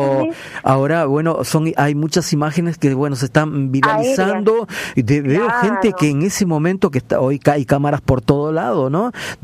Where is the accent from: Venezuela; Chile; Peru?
Peru; Yo soy peruano y en Perú también cada tanto hay un terremoto, no siempre, pero temblores permanentemente.